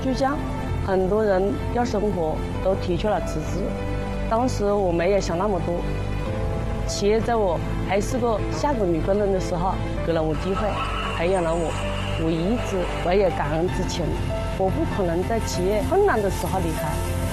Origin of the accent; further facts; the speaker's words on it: China; 我们中国人